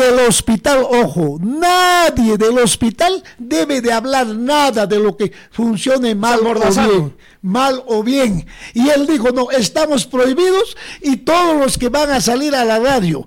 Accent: Coracora, Ayacucho, Peru

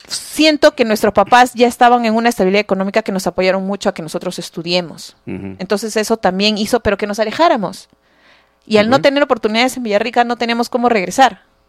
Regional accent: Rosario, Santa Fe, Argentina; Yo soy rosarina, estudié en el Colegio Nuestra Señora de Rosario

